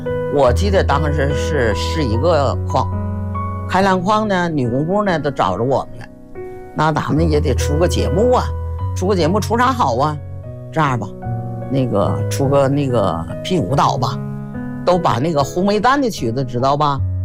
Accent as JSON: {"language": "Chinese", "town": "Tangshan", "region": "Hebei", "country": "China", "said": "我们唐山人特别能吃苦，特别能战斗。"}